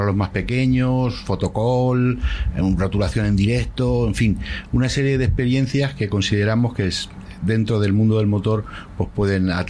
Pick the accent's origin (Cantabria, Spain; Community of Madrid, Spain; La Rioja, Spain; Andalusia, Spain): Community of Madrid, Spain; Collado Villalba; Yo soy de Villalba, de hace muchísimos años